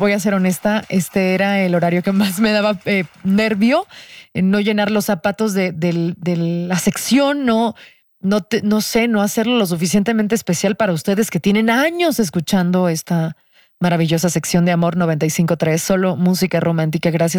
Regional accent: Monterrey, Nuevo León, Mexico; moved away as an adult; now in Mexico City, Mexico; que vengo de Monterrey, que dejé mi casa, mi familia, todo para cumplir el sueño de estar aquí

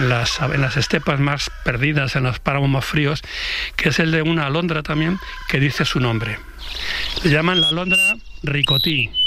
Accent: La Granja, Castile and León, Spain; Esta es la Alameda del Medio Punto, en mi pueblo, en La Granja, en Segovia.

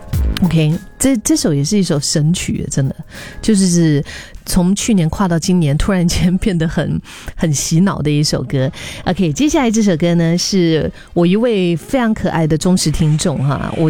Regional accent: Dali, Yunnan, China; 大理哦，我的家乡大理的画面全部就出来了。

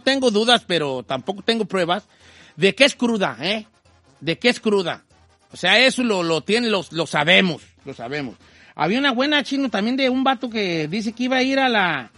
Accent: Guadalajara, Jalisco, Mexico; Me llevé una decepción, porque yo soy de Guadalajara y allá

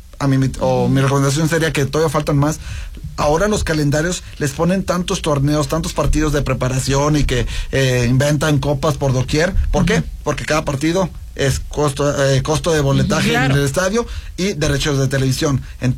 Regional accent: Mexico

